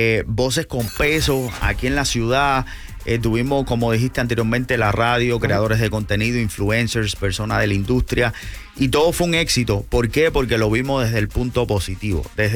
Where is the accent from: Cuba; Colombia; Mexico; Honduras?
Cuba; now in Tampa, United States; soy cubano